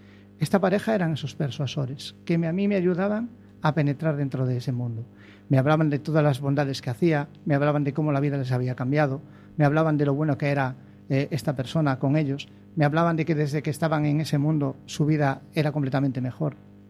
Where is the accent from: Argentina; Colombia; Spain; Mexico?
Spain; Baiona, Galicia; Yo, como te digo, soy de Bayona.